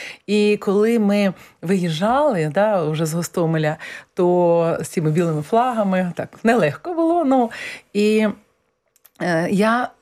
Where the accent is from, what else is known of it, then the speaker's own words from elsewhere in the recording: Kyiv, Ukraine; moved away as an adult; now in Poland; Я з Києва